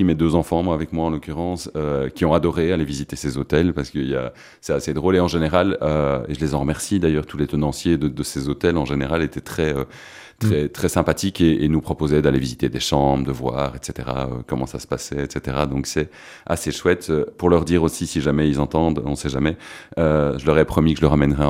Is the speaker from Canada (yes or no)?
no; Belgium; je suis belge, mes inspirations sont belges